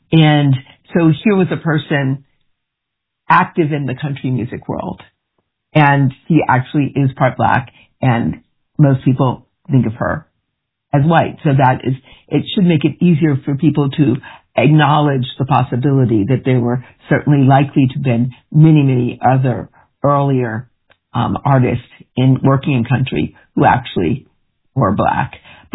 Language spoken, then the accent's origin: English; Detroit, Michigan, United States; born there; And when I was born in Detroit in 1959 … had a number one record on another